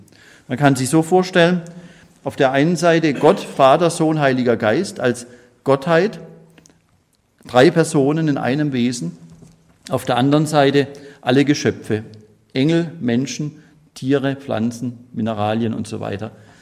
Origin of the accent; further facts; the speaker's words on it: Baden-Württemberg, Germany; Dann gibt es natürlich auch die Unionskirchen, etwa in Baden, wo ich herkomme